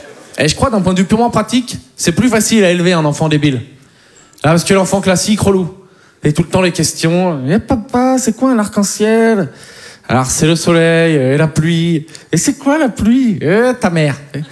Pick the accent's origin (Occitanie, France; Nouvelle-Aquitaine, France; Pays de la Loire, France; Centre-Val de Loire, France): Nouvelle-Aquitaine, France; Poitiers; Moi, je viens de Poitiers, j'ai un pote, c'est un kiki.